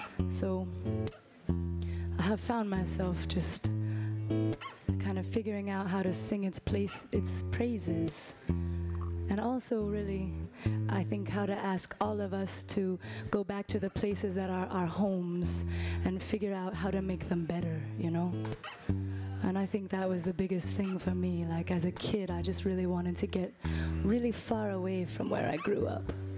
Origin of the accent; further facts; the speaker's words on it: Georgia, United States; I'm from Georgia. We bounce between New Orleans and North Carolina